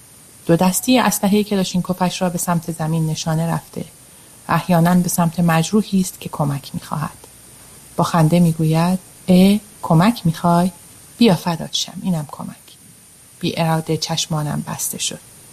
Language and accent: Persian; Iran